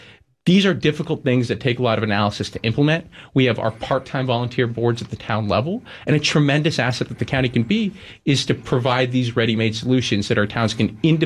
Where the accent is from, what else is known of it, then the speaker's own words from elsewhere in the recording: Massachusetts, United States; born there; when I was born on Cape Cod in the year 2000, the median home was going for about $195,000.